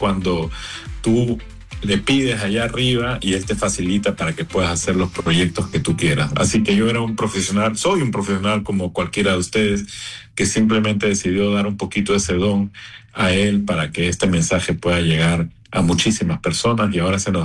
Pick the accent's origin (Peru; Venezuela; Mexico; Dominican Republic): Peru; now in Panama; Soy de origen peruano, vivo en Panamá hace 30 años.